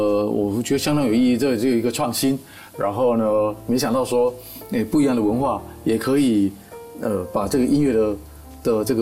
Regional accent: Taiwan; born there; 我还是一个台湾出生的一个华人音乐家

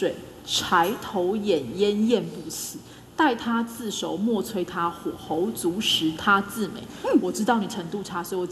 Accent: Taichung, Taiwan

